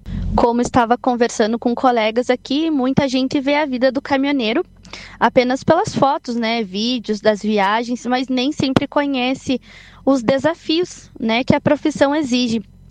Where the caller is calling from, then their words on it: Vacaria, Rio Grande do Sul, Brazil; motorista da Transportes Marvel. Eu sou de Vacaria, Rio Grande do Sul. Moro no bairro Imperial. Nesse momento, eu me encontro aqui em Las Catitas, na província de Mendoza, na Argentina